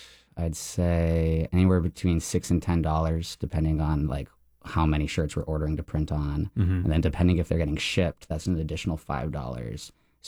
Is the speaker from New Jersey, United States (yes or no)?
no; Largo, Florida, United States; also born or lived in St. Petersburg, Florida / Brazil; So my parents moved to St. Pete pretty much right when I got born. I was born in St. Pete. My dad took me there a few times. Then we moved to Largo.